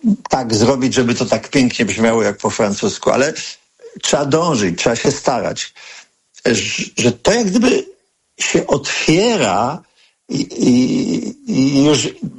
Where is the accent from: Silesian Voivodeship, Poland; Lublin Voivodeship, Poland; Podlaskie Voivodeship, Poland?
Silesian Voivodeship, Poland; Sosnowiec; Ja się urodziłem, wychowywałem w takiej górniczej dzielnicy Sosnowca-Niwce. Były dwie kopalnie.